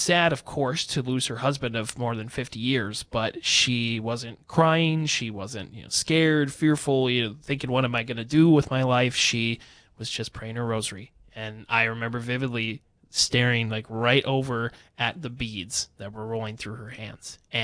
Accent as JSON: {"language": "English", "town": "Fargo", "region": "North Dakota", "country": "United States", "tie": "born or raised there", "said": "Born and raised in Fargo, graduate of Shanley High School, went to college at Drake University, got radio, TV, and history degrees."}